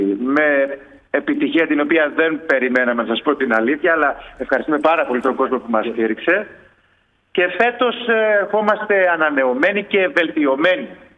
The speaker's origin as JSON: {"language": "Greek", "town": "Lefkimmi", "region": "Ionian Islands", "country": "Greece", "also_born_or_lived": "Athens", "moved": "as an adult", "said": "Και έτσι κάποια στιγμή αποφάσισα να γυρίσω στον τόπο μου. Λοκάτω στη Λευκύμη, μαζί με τη σύζυγό μου, έχω μια σχολή χορού και τέχνης."}